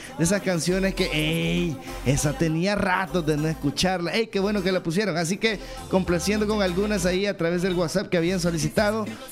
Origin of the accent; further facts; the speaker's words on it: El Salvador; Pero así somos los salvadoreños.